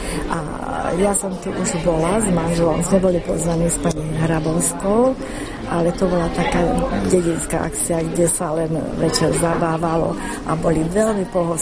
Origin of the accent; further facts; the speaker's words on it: Šaľa, Nitra Region, Slovakia; som zo Šalé, som vedúca tohto spevokolu Slniečko, bývalá učiteľka na klavír.